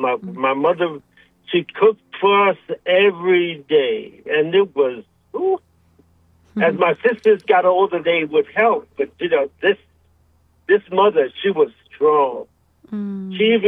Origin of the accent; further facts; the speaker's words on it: New York, United States; now in South Carolina, United States; I was raised Catholic in the Catholic Church in Brooklyn.